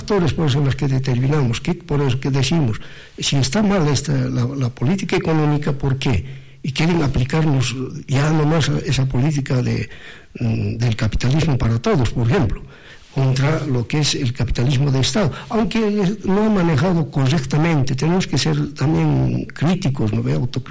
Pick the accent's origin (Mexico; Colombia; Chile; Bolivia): Bolivia; Muy costumbristas somos los bolivianos particularmente.